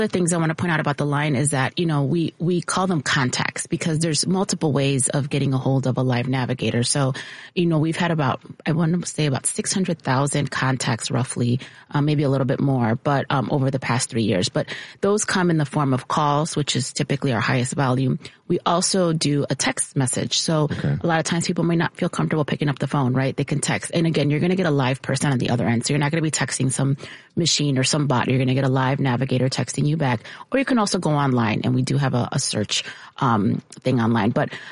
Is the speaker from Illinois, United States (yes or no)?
yes; Chicago, Illinois, United States; So born and raised in Chicago, grew up here, proud product of CPS, Chicago Public Schools.